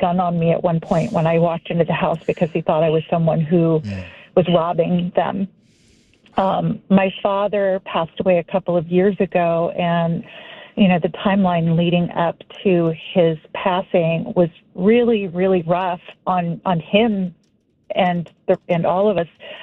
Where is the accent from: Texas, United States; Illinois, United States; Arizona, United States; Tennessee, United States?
Texas, United States; I grew up in Texas, and my grandfather and my father were both very, I would say, cognitively very high-functioning individuals